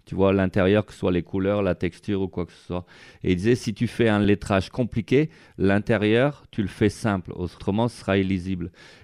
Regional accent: Bayonne, Nouvelle-Aquitaine, France; born there; Je suis né ici, quoi. Je suis né à Bayonne, mais je suis d'origine sicilienne. Bon, je parle pas italien ou quoi que ce soit, mais je suis connecté ici, quoi. Je connais pas mal de basque et tout ça

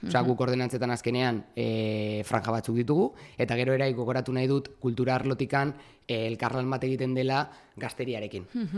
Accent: Irun, Basque Country, Spain; baina Irundarra naiz, orain dela 10 urte

